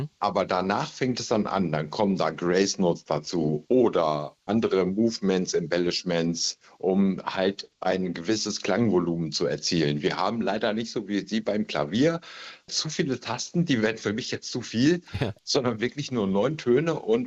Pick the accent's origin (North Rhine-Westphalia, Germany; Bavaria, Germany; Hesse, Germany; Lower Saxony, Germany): Lower Saxony, Germany; Also hier bei uns in Ostfriesland ist es einfach Tschüss oder wie auch immer, weil wir sprechen ja nicht so viel. Bei uns reicht Moin und Tschüss und damit ist der Tag auch gelaufen.